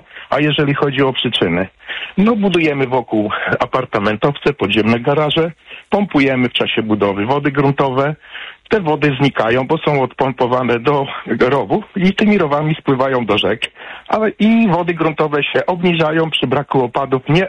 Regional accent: Radzymin, Masovian Voivodeship, Poland; born there

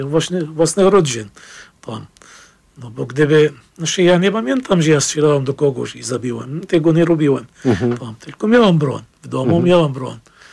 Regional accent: Lebanon; born or raised there; Polish is a second language; moved away as an adult; now in Norway

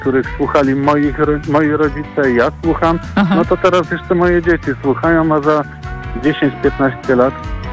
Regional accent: Tomaszów Mazowiecki, Łódź Voivodeship, Poland; No, my akurat jesteśmy z Tomaszowa Mazowieckiego, więc u nas zakres jest wszelkich stacji radiowych

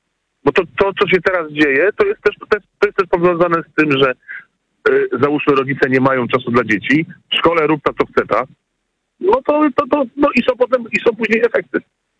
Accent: Warsaw, Masovian Voivodeship, Poland; ja mam 46 lat, wychowałem się w Warszawie

